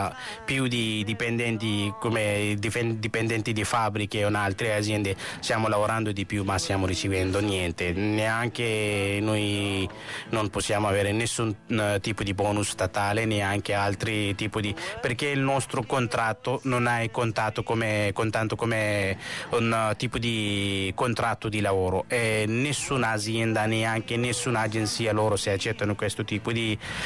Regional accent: Pakistan; Italian is a second language; now in Italy; se io sono dal Pakistan

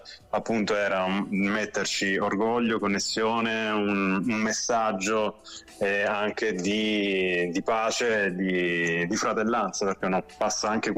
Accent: Apulia, Italy; magari di riuscire a fare anche qualche live dalle mie parti, dalla provincia di Taranto.

